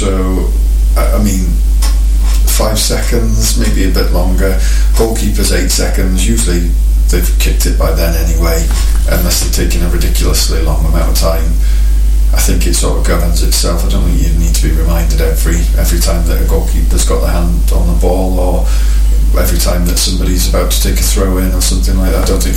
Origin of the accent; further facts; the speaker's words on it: England, United Kingdom; I'm English, so I've got to watch my team.